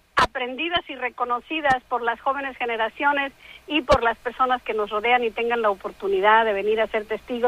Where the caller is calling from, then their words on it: California, United States; aquí en California